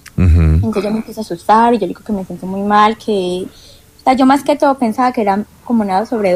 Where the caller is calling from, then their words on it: Medellín, Antioquia, Colombia; Desde Medellín.